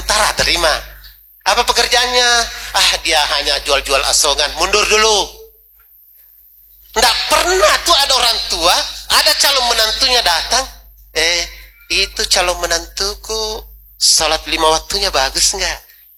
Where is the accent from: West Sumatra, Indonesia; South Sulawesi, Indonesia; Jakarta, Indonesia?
South Sulawesi, Indonesia